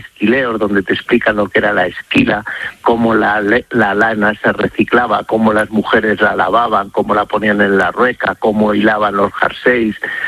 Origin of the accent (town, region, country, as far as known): Castile and León, Spain; born or raised there